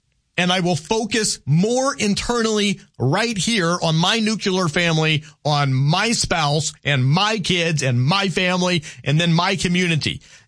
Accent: Louisiana, United States; You do remember where I was born and where I grew up, right? You do remember that, yes?

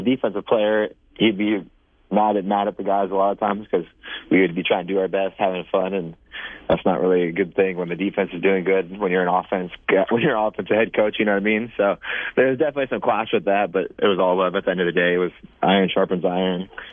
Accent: Santa Rosa, California, United States; I came from Santa Rosa, so it's small.

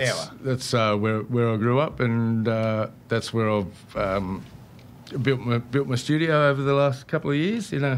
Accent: Kyabram, Victoria, Australia; I'm only an hour away. My hometown, Kyabram

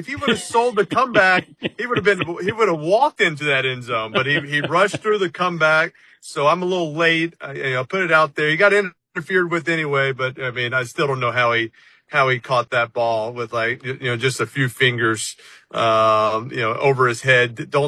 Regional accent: New Orleans, Louisiana, United States; born or raised there

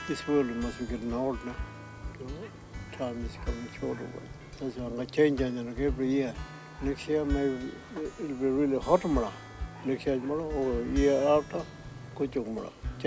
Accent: Yuendumu, Northern Territory, Australia; now in Willowra, Australia; I'm from Yundumu, but I've lived at Woolera for nearly 30 years as well.

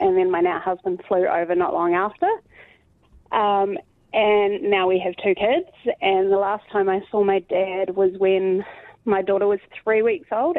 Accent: Oamaru, Otago, New Zealand; also born or lived in Dunedin; I grew up in Oamaru and I knew his family.

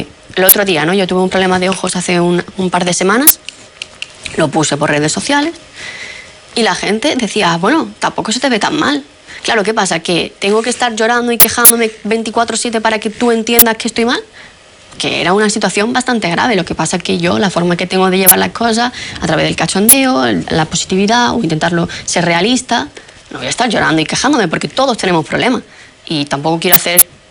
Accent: Andalusia, Spain

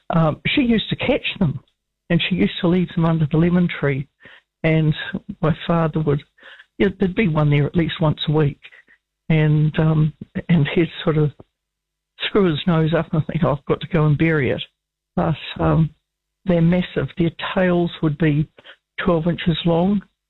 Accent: New Zealand; moved away as an adult; also born or lived in Feilding; I'm 74 and I grew up in Queen Mary Avenue, which backs onto the Wow Creek.

